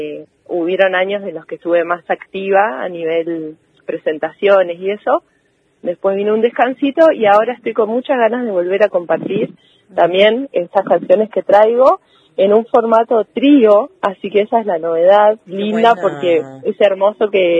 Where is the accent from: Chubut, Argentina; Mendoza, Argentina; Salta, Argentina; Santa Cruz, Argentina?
Chubut, Argentina; Esquel; also born or lived in Tucumán; soy de Esquel